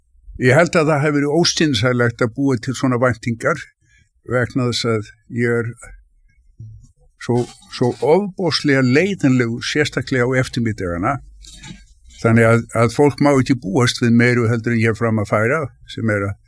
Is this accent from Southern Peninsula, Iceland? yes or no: no; Reykjavík, Capital Region, Iceland; ég fættist 1949 og ég óks upp tölvært mikið í Norðurmýrinni.